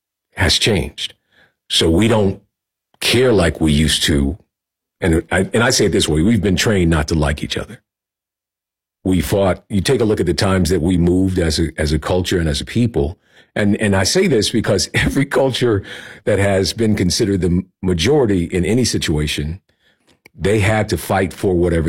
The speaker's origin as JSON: {"language": "English", "town": "Indianapolis", "region": "Indiana", "country": "United States", "tie": "born or raised there", "said": "I grew up in Pike Township, graduated mm-hmm. from Pike."}